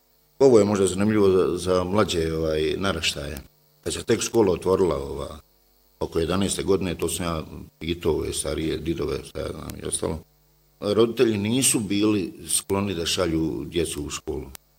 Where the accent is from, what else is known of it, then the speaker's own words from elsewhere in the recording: Federation of Bosnia and Herzegovina, Bosnia & Herzegovina; Ovdje kod nas u Ljubunču